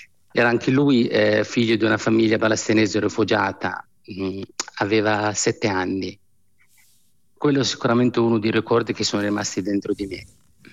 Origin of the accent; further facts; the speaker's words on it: Amman, Amman Governorate, Jordan; moved away; Io sono nata ad Amman, sono cresciuta in una famiglia numerosa, in una casa dove c'era affetto, tradizione, religione, ma anche tante domande.